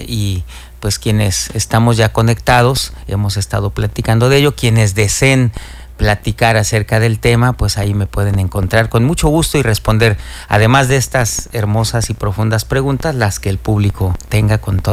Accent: Alto Lucero, Veracruz, Mexico; Yo soy de Alto Lucero, Veracruz.

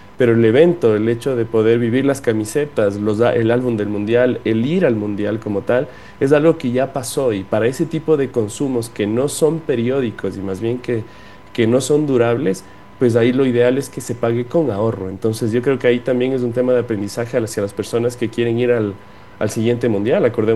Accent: Ecuador

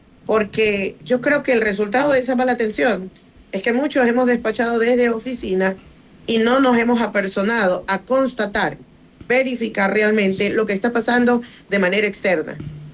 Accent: Manabí, Ecuador; Yo vengo de otro lugar, soy manabita, sí.

